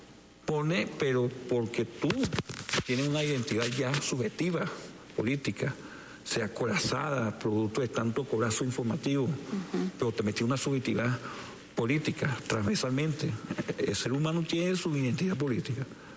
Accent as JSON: {"language": "Spanish", "country": "Venezuela"}